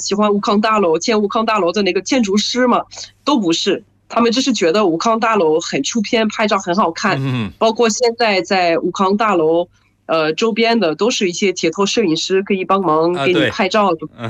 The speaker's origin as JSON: {"language": "Chinese", "country": "France", "second_language": "Chinese", "said": "我是来自法国的"}